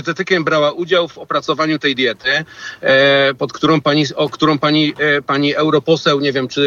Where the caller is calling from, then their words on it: Wrocław, Lower Silesian Voivodeship, Poland; My jesteśmy z Wrocławia, ze Śląska, z Katowic